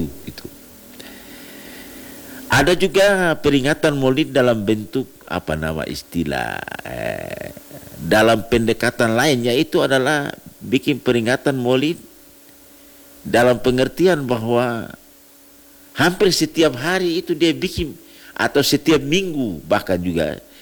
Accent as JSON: {"language": "Indonesian", "region": "North Maluku", "country": "Indonesia", "tie": "born or raised there"}